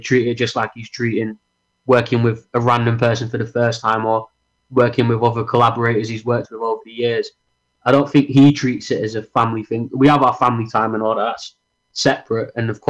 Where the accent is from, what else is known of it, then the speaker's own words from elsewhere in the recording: Manchester, North West England, United Kingdom; also born or lived in Liverpool; So we grew up in Manchester, which isn't too far from Liverpool